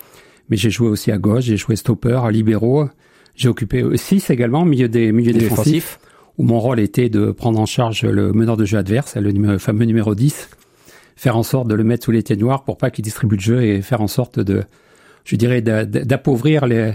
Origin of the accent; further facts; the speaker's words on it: Allassac, Nouvelle-Aquitaine, France; Remonter les escaliers de la maison à Alassac en Corrèze, parce que moi je suis d'Alassac en Corrèze, à côté de Brive.